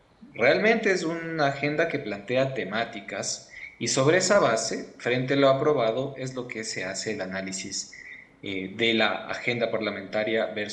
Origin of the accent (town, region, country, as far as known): Ecuador